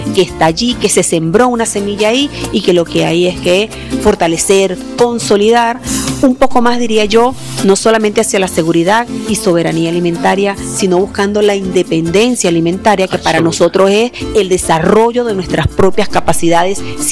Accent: Venezuela

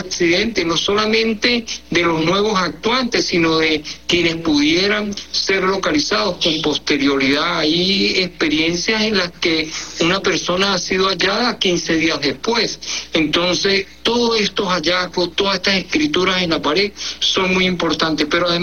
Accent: Venezuela; lo que nos corresponde como ciudadanos venezolanos

